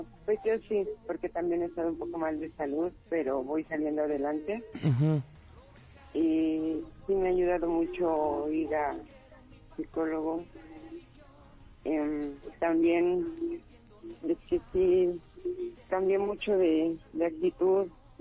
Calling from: Valle de Chalco, State of Mexico, Mexico; Desde Valle de Chalco.

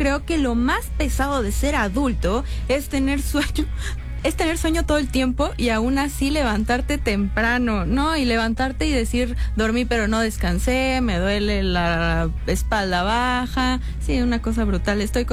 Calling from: Torreón, Coahuila, Mexico; de Torreón. Los escucho todas las mañanas por radio.

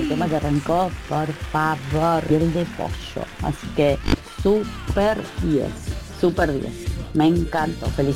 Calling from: José Mármol, Buenos Aires Province, Argentina; de Mármol, acá recién llego a casa.

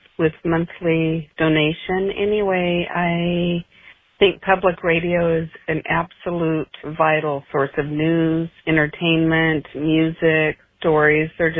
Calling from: Redding, California, United States; I'm calling from Redding, California

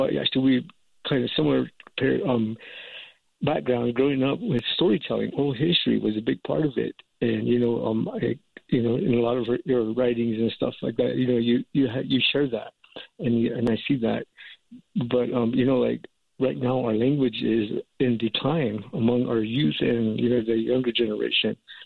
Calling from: Crown Point, New Mexico, United States; from KCZY Radio. We're listening here in Crown Point.

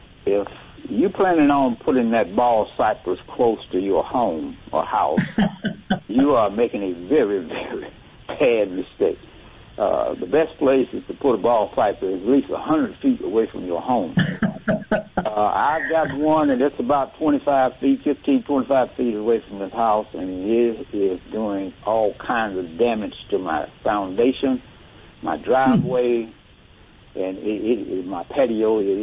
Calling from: Jackson, United States; Hey, we're in Jackson.

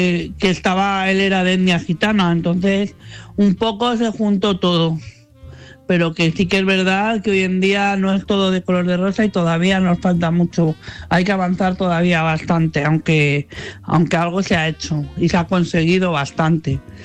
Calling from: Madrid, Community of Madrid, Spain; de Madrid.

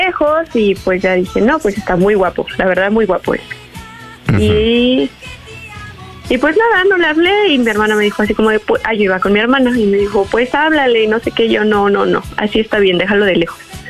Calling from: Cancún, Quintana Roo, Mexico; Tengo 25 y soy de Cancún.

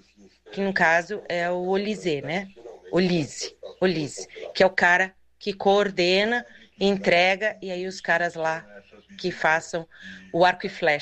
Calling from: São Paulo, Brazil; eu falo de São Paulo, Zona Sul, Santo Amaro.

